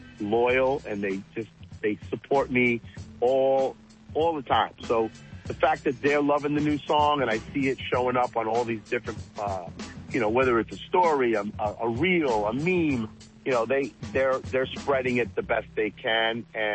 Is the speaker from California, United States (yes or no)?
no; New York, United States; moved away as an adult; now in Florida, United States; I'm a New Yorker, you know, through and through.